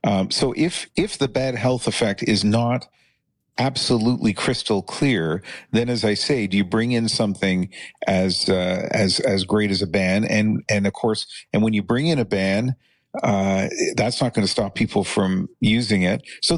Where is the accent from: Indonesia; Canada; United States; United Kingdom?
Canada; if I have to do my part as a Canadian by eating more honey, that sounds like a pretty easy way to wave the flag.